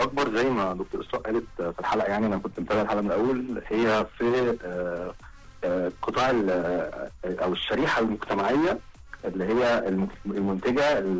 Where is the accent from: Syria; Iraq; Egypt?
Egypt; Alexandria, Alexandria Governorate; انا من اسكندريه ومصنع في اسكندريه فعلا،